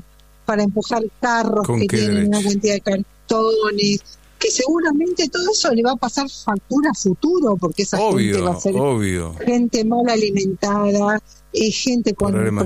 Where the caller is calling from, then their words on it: Avellaneda, Buenos Aires Province, Argentina; Yo vivo en Avellaneda. Vivo en Avellaneda Centro, sí, así es.